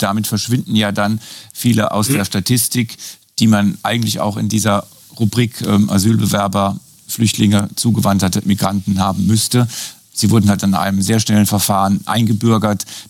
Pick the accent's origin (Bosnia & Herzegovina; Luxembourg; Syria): Syria; jetzt gehe ich zurück in meine Heimat, helft die aufzubauen und meine Heimat ist Syrien.